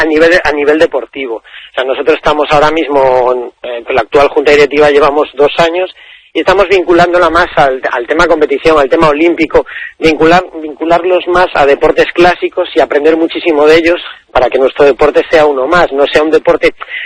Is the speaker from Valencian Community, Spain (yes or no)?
no; Galicia, Spain; Yo soy pues te digo depende porque yo soy gallego.